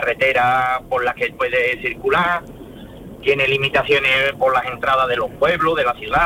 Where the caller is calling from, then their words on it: Seville, Andalusia, Spain; Yo estoy ahora mismo aquí en Sevilla, en la S30